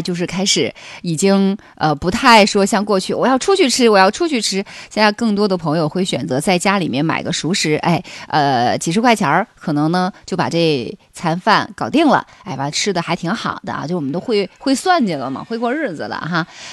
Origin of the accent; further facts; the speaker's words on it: Northeast China, China; 我们东北人对米饭的要求还是蛮高的哈